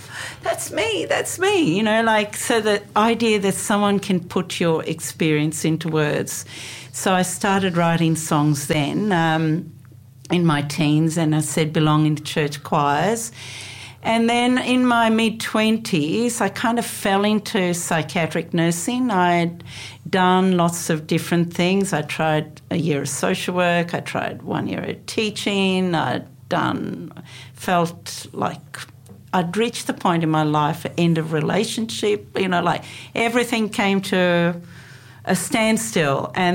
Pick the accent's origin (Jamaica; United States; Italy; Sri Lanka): Sri Lanka; moved away; I was born in Sri Lanka. And and I'm the eldest girl of seven children. So things were really hard in my life, and growing up in a country where, you know, it's basically a third world country and a lot of poverty